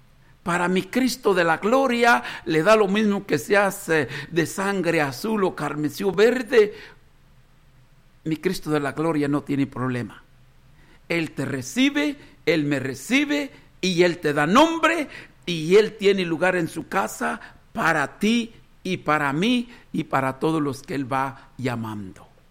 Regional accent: Mexico; born there; moved away; yo vengo de Ranchito Rincón de Alonso y allí había ranchitos alrededor.

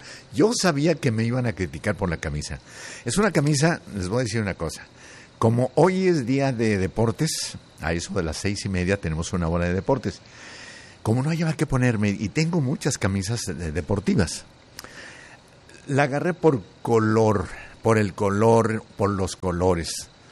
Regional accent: Tlaltenango, Zacatecas, Mexico; now in Los Angeles, United States; Anduve por allá en mi pueblo, ¿eh? Fui a Tlaltenango, Zacatecas.

